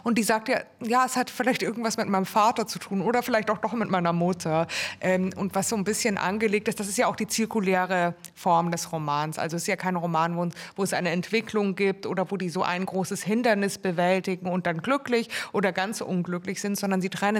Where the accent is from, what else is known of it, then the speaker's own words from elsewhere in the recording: Munich, Bavaria, Germany; Ich bin ja aus München